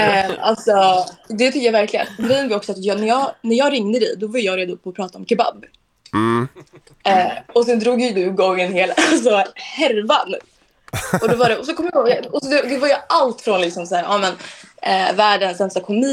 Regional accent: Stockholm, Stockholm County, Sweden; now in Örebro, Sweden; Det roliga är att jag är inte från Örebro, jag är från Stockholm i grund och botten. Så jag har ju fått en ärlig första intryck av Örebro

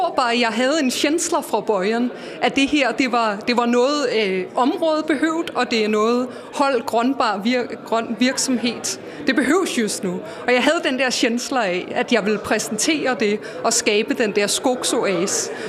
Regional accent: Copenhagen, Capital Region of Denmark, Denmark; moved away as an adult; now in Laholm, Sweden; Det började med att jag bodde i mitten av Köpenhamn och jag är uppvuxen i Köpenhamn

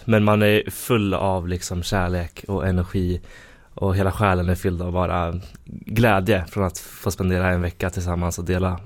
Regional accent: Sweden; vi var två från Sverige faktiskt.

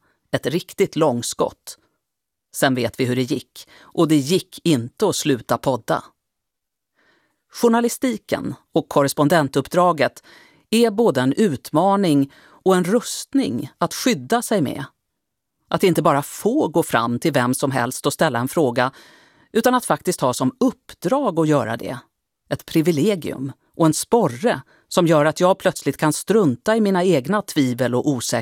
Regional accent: Halmstad, Halland County, Sweden; also born or lived in Stockholm; Jag är född i Stockholm, uppvuxen i Halmstad med 2 småsystrar och våra föräldrar, Anna-Karin och Anders

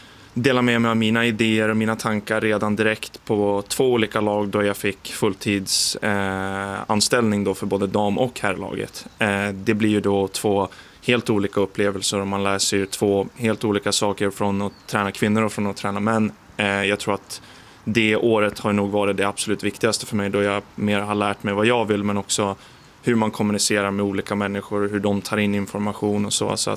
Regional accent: Sweden; now in United States

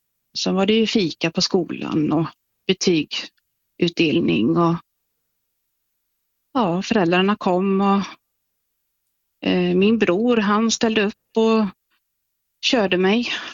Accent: Kungälv, Västra Götaland County, Sweden; also born or lived in Skåne; Jag är från Kungälv från början då. Och så växte jag upp där.

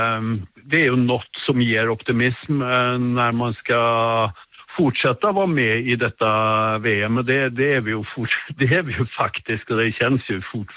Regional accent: Norway; det enda matchen det inte var möjligt att få biljett till som norrman var Sverige mot Holland

